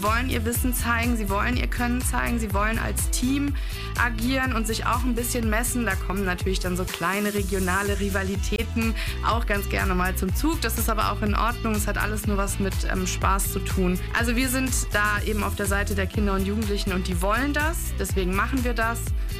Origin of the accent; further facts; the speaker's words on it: Rhineland-Palatinate, Germany; Ich komme selber aus der Nähe von Koblenz, dann habe ich mal keine weite Anfahrt.